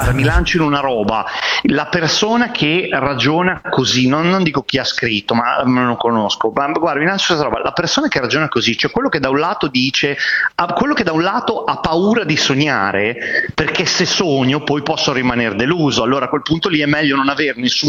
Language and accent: Italian; Emilia-Romagna, Italy; io sono da emiliano, posso dirlo, molto emiliana